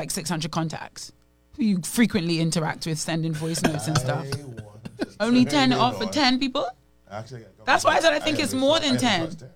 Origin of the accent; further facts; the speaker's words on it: United Kingdom; I said I'm British.